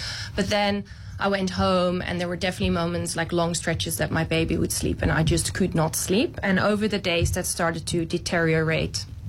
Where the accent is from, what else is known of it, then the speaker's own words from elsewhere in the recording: Netherlands; moved away as an adult; I'm from the Netherlands.